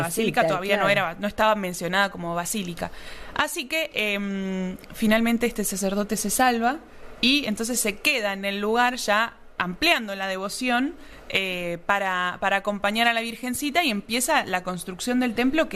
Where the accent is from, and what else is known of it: Argentina